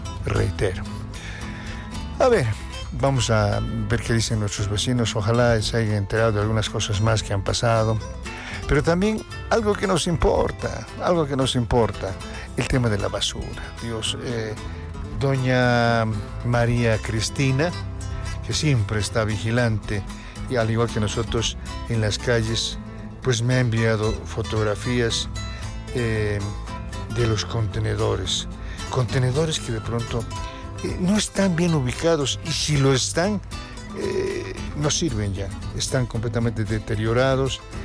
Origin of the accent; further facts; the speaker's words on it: La Paz, Bolivia; como bolivianos, como paseños, como venianos